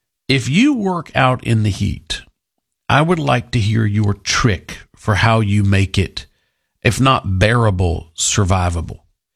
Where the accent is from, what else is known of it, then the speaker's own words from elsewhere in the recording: Texas, United States; Man, I'm Texan. I need air conditioning no matter what it is. I'm used to it.